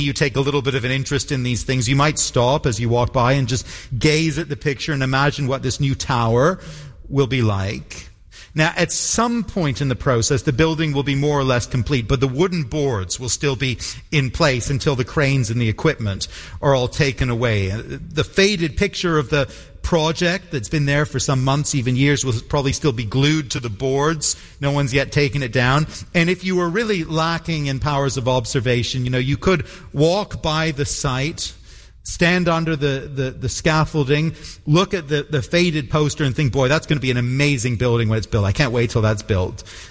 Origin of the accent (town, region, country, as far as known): Toronto, Ontario, Canada; born or raised there